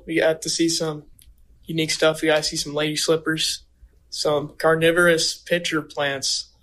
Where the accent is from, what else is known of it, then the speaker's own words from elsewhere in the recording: Grand Rapids, Michigan, United States; I'm from Grand Rapids. I'm going to be a sophomore this upcoming year.